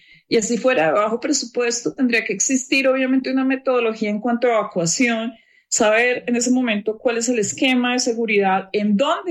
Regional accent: Bogotá, Colombia; como capitalino, como bogotano, está acostumbrado a oírlos, como colombiano también

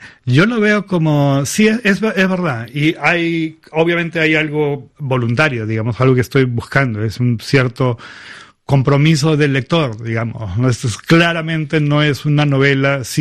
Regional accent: Peru; moved away as an adult; now in Maine, United States; Que era la historia del Perú y toda la historia de nuestra vida hasta ese momento.

